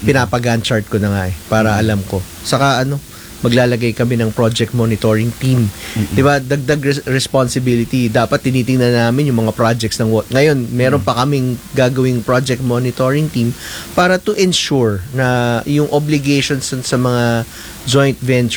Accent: Bulacan, Central Luzon, Philippines; Taga-Bulacan ako

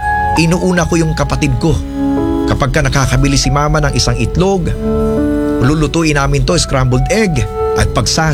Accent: Davao Region, Philippines; Nagmula rin po ako sa isang pamilyang napakahirap, Kapitan. Lumaki ako sa Davao del Sur. Apat kaming magkakapatid at ako po ang panganay.

